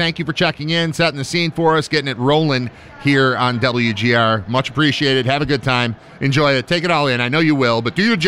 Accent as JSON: {"language": "English", "town": "West Seneca", "region": "New York", "country": "United States", "tie": "born or raised there", "said": "I grew up in West Seneca, 15-minute drive from there to the stadium probably, from my house, from my parents' house."}